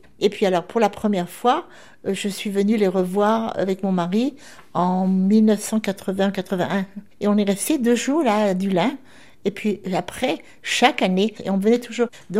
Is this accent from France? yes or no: yes; northern France, France; alors que je venais du nord de la France où on n'avait rien à manger.